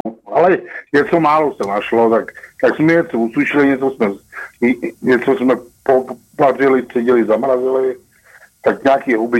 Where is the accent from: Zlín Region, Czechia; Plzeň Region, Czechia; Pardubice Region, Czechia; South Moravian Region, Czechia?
Plzeň Region, Czechia; moved away; tam jak já pocházím kousek od Rozvadová a ty vedlejší vesničky, co tam mám, procházím od malička